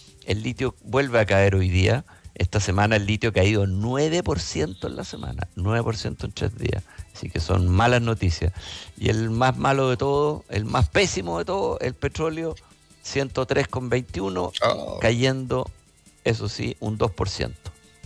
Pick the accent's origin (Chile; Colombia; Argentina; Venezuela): Chile; con lo pendular que somos los chilenos, y digo pendular para no decir esquizofrénico, psicópata, entre los que me incluyo, a mucho orgullo